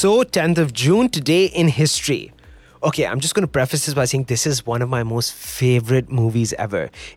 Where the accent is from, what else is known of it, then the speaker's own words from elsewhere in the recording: Pakistan; as a Pakistani